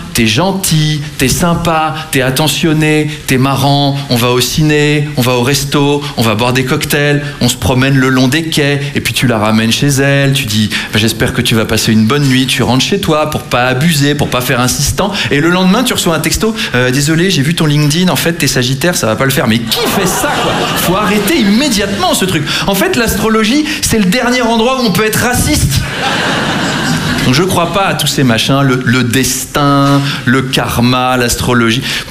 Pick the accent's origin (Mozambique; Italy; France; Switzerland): France; Versailles, Île-de-France; Moi, j'ai grandi à Versailles, hein. Très très catholique comme environnement